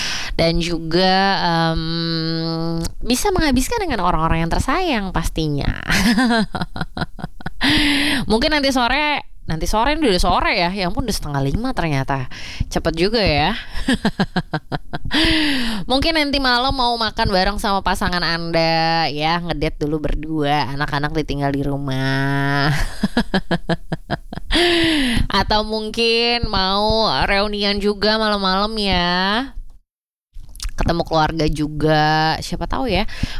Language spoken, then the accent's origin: Indonesian; Laguboti, North Sumatra, Indonesia; moved away; kampung saya tuh di Laguboti di Sumatera Utara, di daerah Laguboti, Balige, Porsea